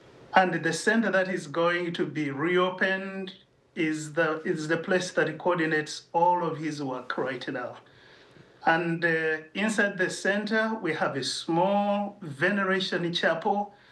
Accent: Uganda; English is a second language; As some of your viewers might be aware, I come from Uganda, from East Africa, and I worked much of the time in that region.

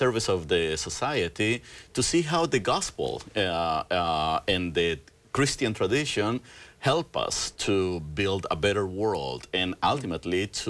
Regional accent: Colombia; moved away as an adult; now in Boston, United States; I was born in South America, in Colombia. You know where I. Pretty much, you know, did most of my basic education. I did my undergraduate studies in Colombia, and then after these undergraduate studies, I came to the United States of America and have been living in this country for, what, about 20 years.

